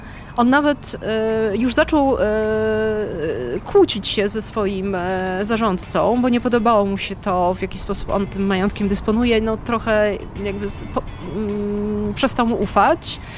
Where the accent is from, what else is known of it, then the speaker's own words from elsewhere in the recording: Kraków, Lesser Poland, Poland; moved away as an adult; now in Warsaw, Poland; jestem krakowianką z pochodzenia, warszawianką z wyboru od 20 lat